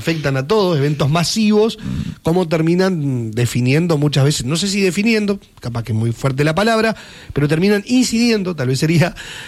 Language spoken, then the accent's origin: Spanish; Uruguay; yo pertenezco a esta comunidad, somos uruguayos, vamos arriba, estamos en Mundial, cuarto de final